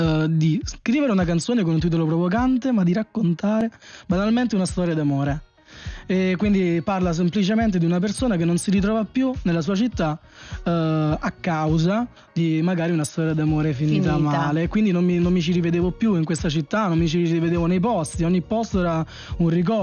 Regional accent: Salerno, Campania, Italy; born there; Sono nato a Salerno, infatti il nome nasce proprio da qui, dal centro storico di Salerno, via Mercanti

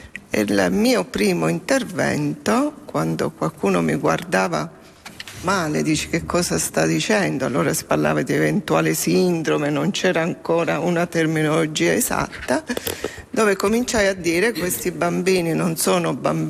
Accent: Abruzzo, Italy; essendo abruzzese, portai in Abruzzo quella formazione agli operatori nuova.

